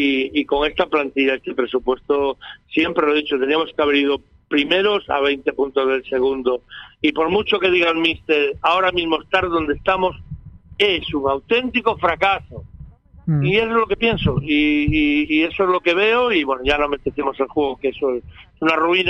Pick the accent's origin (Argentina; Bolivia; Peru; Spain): Spain